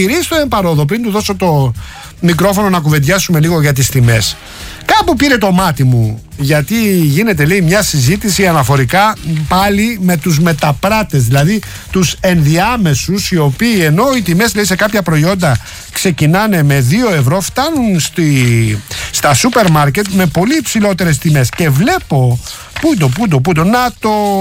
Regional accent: Attica, Greece; είμαστε και κοντοχωριανοί που λέω κι εγώ, γιατί είμαστε από την Ανατολική Αττική εκεί.

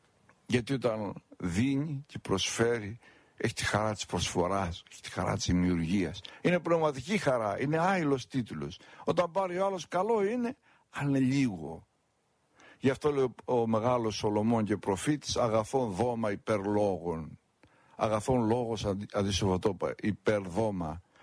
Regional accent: Peloponnese, Greece; στα μέρη μας στην Πελοπόννησο

